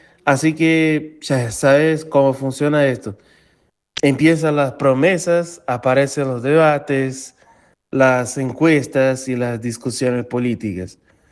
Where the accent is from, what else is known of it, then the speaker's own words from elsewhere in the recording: Brazil; como somos los brasileños